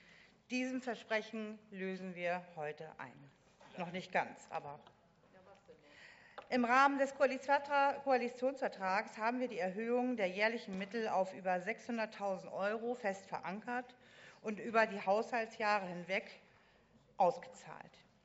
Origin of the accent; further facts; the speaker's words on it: Lübeck, Schleswig-Holstein, Germany; So, nebenbei in meiner Heimatstadt Lübeck wurde in diesem Jahr eine Rekordzahl von über 10.000 Teilnehmern gemeldet.